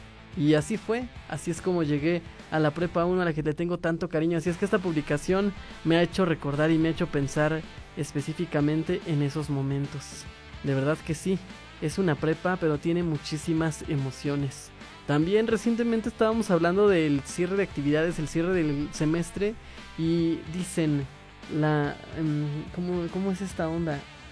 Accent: Pachuca, Hidalgo, Mexico; Yo soy de aquí de Pachuca.

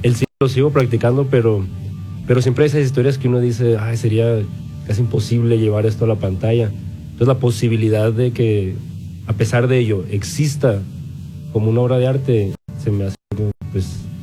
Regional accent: Caborca, Sonora, Mexico; el muchacho de Caborca Sonora, que le gusta escribir, que le gusta el cine

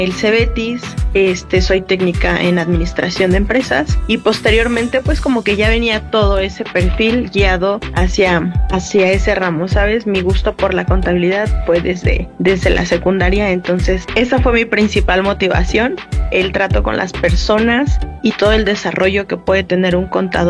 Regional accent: Ciudad Sahagún, Hidalgo, Mexico; yo soy originaria del municipio de Tepeapulco, específicamente de Ciudad Sahagún. Aquí crecí y pues siempre he vivido aquí.

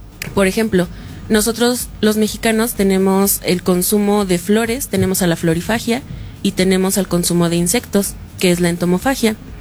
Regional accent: Mexico; Nosotros como mexicanos a veces llegamos a ser un tanto soberbios

